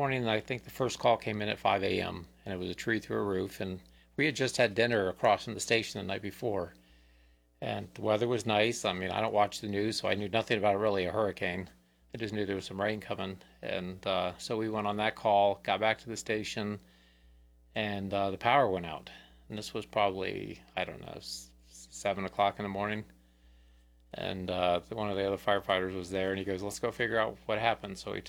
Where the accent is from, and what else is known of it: Florida, United States; moved away as an adult